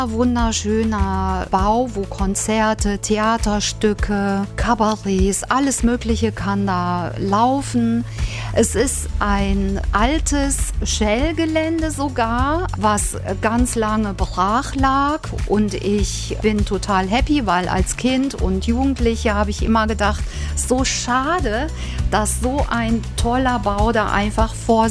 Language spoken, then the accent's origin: German; Monheim am Rhein, North Rhine-Westphalia, Germany; Ich komme aus Monheim am Rhein, einer sehr schönen kleinen Stadt, zwischen Köln und Düsseldorf gelegen. Bin hier aufgewachsen.